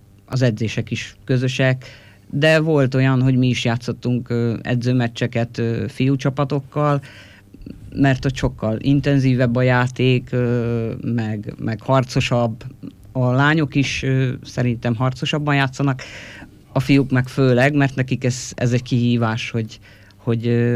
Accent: Hungary; moved away; Kisdaragon falun nőttem föl

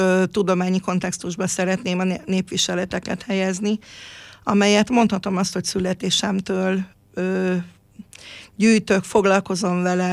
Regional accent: Transylvania, Romania; Most éppen azért mondtam a cifraszobát, mert Erdélyből jöttünk, Felszegről és a cifrakalota szegről.

